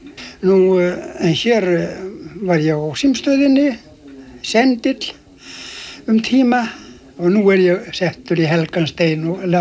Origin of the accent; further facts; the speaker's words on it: Meðalland, Southern Region, Iceland; now in Vestmannaeyjar, Iceland; Nei, ég var uppvaxtar án mín hörnustri í Meðalandi.